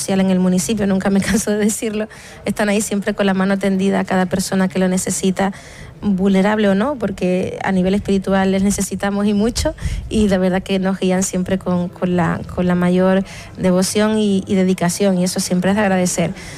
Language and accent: Spanish; Canary Islands, Spain; ya va a nivel también cultural y de identidad como canarios, y eso es algo que siempre reivindicamos, y es lo que quisimos hacer cuando salimos de la isla de Tenerife al resto de las islas